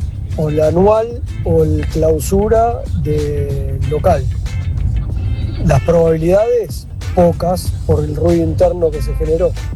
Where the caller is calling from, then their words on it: Buenos Aires, Argentina; de Núñez.